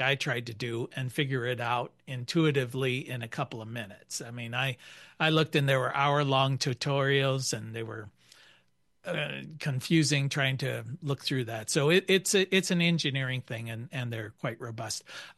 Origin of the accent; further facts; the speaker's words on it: Canada; being Canadian, it's polite, right, when you're using it.